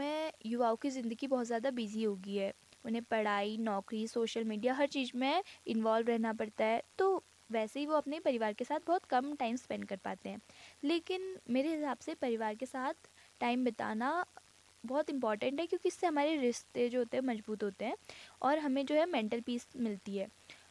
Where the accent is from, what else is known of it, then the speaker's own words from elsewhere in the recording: Almora, Uttarakhand, India; और मैं यहीं अल्मोड़ा की रहने वाली हूँ।